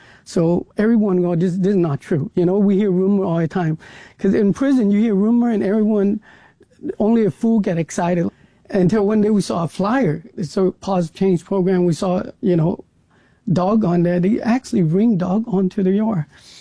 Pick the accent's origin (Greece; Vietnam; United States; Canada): Vietnam; I was born in Vietnam when my father have already left the country. I grew up in a country where social perception really mattered.